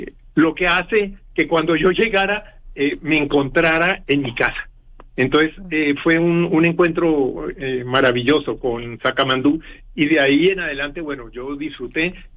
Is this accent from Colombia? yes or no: yes; Colombia; moved away as an adult; now in Mexico; Yo llegué de Colombia, vine a estudiar composición.